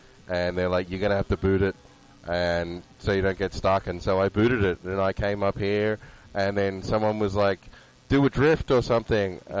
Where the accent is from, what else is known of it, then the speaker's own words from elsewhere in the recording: Australia; being Australian